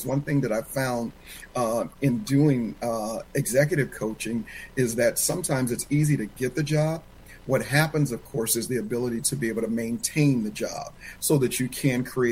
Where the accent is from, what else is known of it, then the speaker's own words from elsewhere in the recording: Oakland, California, United States; looking at more money than this young black kid growing up in East Oakland had ever seen in my life.